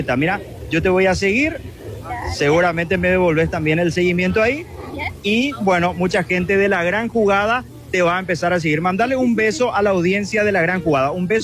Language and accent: Spanish; Paraguay; estás en Sudamérica, que somos vecinos de Argentina, de Brasil, que estamos en medio.